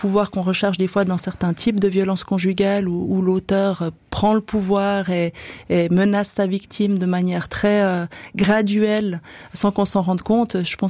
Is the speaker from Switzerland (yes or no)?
yes; Switzerland; c'est facile de parler de Cuba quand on est Suisse, quand on y va pour les vacances, quand on sait qu'on peut y rentrer.